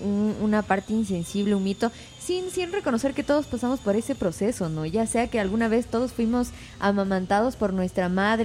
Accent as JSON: {"language": "Spanish", "town": "Ambato", "region": "Tungurahua", "country": "Ecuador", "said": "yo vengo de Ambato"}